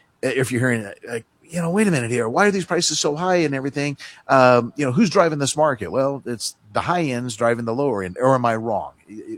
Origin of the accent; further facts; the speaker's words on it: Reno, Nevada, United States; I was raised in Reno